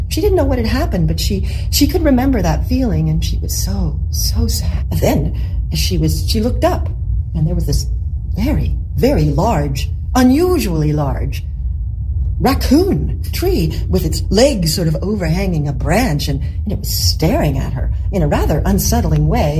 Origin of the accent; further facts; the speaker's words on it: British Columbia, Canada; I'm from Vancouver Island, Canada, which is, you have to take a ferry from Vancouver.